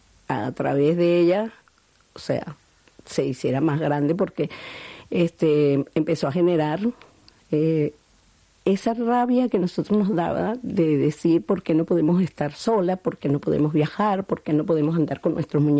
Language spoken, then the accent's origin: Spanish; Caracas, Capital District, Venezuela